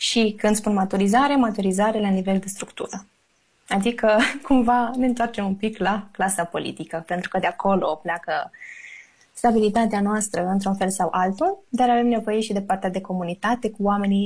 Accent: Romania

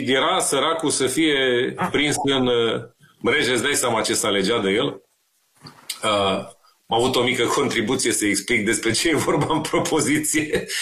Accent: Romania; Știți, eu sunt român, nu sunt italian. Vorbesc bine italian, dar sunt român.

